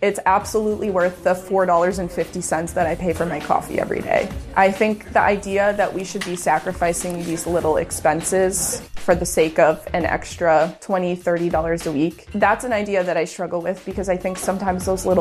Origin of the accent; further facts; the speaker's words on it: Illinois, United States; moved away; also born or lived in Iowa; I grew up in the Chicago suburbs, and I studied civil engineering at Iowa.